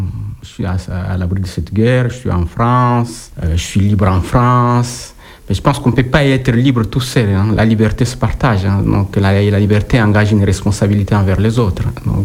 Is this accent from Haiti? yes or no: no; DR Congo; Mon pays d'origine, c'est la République démocratique du Congo.